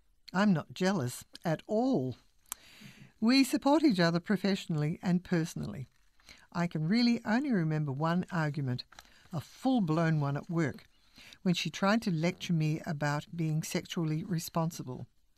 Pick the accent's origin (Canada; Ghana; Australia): Australia; New South Wales; I'm from Kamilaroi in western New South Wales